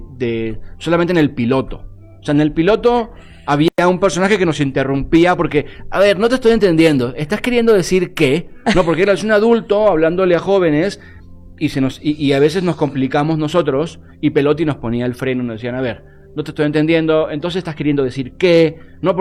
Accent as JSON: {"language": "Spanish", "country": "Argentina", "said": "Yo soy argentino, pero me río mucho"}